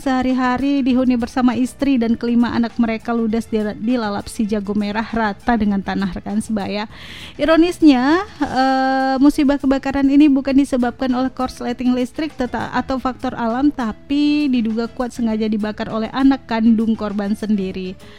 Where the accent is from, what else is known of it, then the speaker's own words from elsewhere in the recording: Bireuen, Aceh, Indonesia; Dah, kampung saya nih.